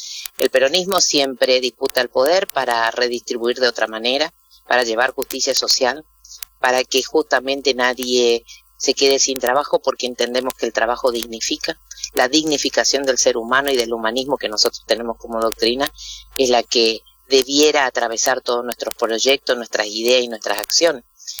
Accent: Corrientes, Argentina; la tierra de Corrientes, que es mi tierra natal.

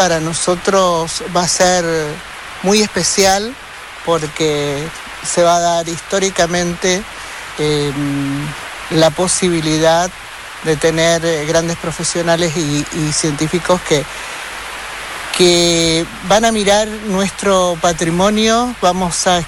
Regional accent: Chaco, Argentina; lo que somos los chaqueños y los argentinos

